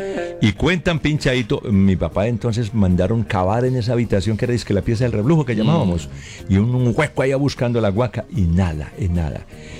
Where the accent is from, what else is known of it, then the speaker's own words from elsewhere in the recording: Concordia, Antioquia, Colombia; En la casita donde entonces vivo en Concordia, yo estaba muy chiquito todavía.